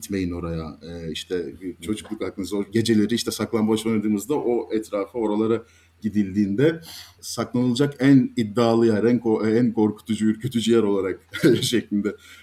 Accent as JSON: {"language": "Turkish", "town": "Marmara Island", "region": "Balıkesir", "country": "Turkey", "said": "Kendimi tabii ki adalı olarak tanımlıyorum. Marmara Adalıyım."}